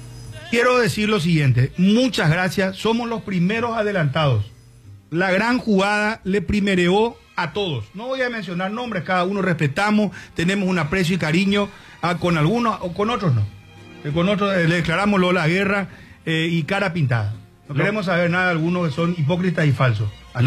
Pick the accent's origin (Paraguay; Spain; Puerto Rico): Paraguay; nosotros los paraguayos nos vemos, no tocamos, no nos recostamos, no nos vamos a orinar juntos, no somos paraguayos.